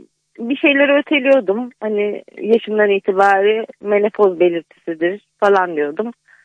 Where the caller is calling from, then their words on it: Kuşadası, Aydın, Turkey; also born or lived in Kars; Yani çok uzun yıllardır buradayım. 6 yaşından beri şu anda 45 yaşındayım. Aa, artık buralıyım güzel. Diyebilirim. Ama aslen Karslıyım.